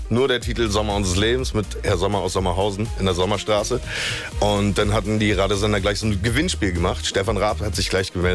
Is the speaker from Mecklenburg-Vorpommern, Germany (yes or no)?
yes; Prerow, Mecklenburg-Vorpommern, Germany; Das war auf dem DARS, ja. Ich habe damals … gefragt, ey, kann ich das Musikvideo bei mir in meiner Heimat drehen mit meinen Leuten?